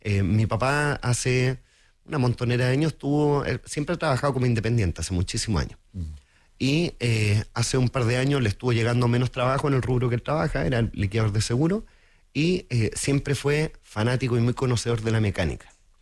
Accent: Concepción, Biobío, Chile; moved away; Yo soy oriundo de Concepción, mi familia está radicada en Concepción

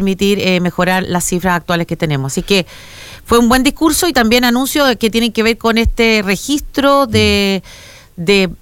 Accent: Chile; Que hoy día nosotros como chilenos tenemos derechos, pero también tenemos deberes.

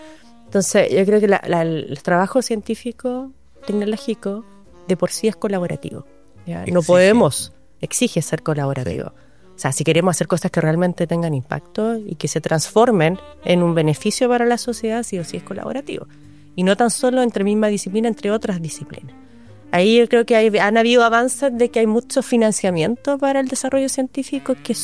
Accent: Viña del Mar, Valparaíso, Chile; also born or lived in Villa Alemana; O sea, perdón, nací en Viña del Mar. Estuve parte de mi vida en Viña del Mar

